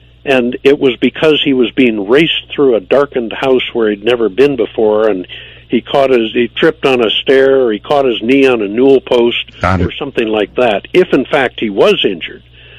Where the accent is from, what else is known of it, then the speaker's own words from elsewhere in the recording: Missouri, United States; born there; I was born in Missouri, Art, 67 years ago, the show-me state.